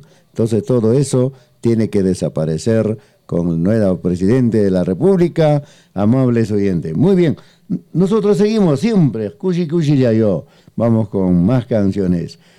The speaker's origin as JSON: {"language": "Spanish", "country": "Peru"}